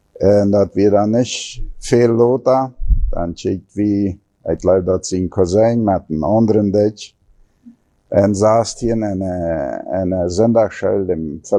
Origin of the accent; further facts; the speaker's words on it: Boquerón, Paraguay; moved away as an adult; also born or lived in Menno Colony, Paraguay; now in Asunción, Paraguay; ich komme aus dem Chaco, aus Familie, ja. Als ich in Männer geboren, nach 2 Jahren trage meine Eltern mal in Fernheim, also in Fernheim abgewachsen.